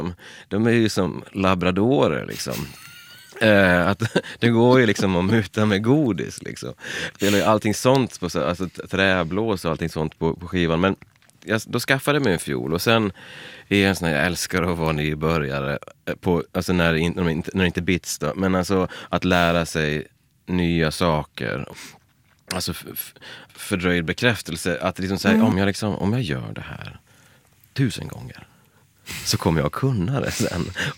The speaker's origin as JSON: {"language": "Swedish", "town": "Leksand", "region": "Dalarna County", "country": "Sweden", "tie": "born or raised there", "said": "när jag växte upp i Leksand"}